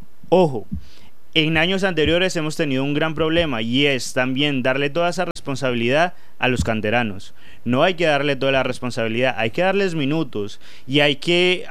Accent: Colombia; now in Zaragoza, Spain; yo que soy colombiano, defiendo mis colores colombianos

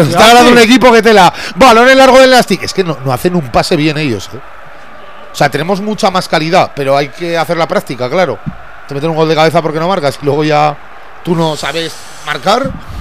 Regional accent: Buñuel, Navarre, Spain; Vamos a acabar jugando contra mi pueblo, el Buñuel.

